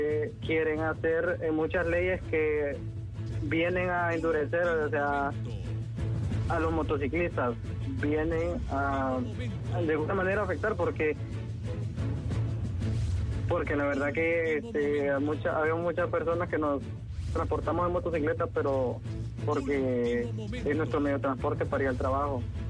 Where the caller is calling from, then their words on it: Tegucigalpa, Francisco Morazán, Honduras; De aquí de Barrio Casamata.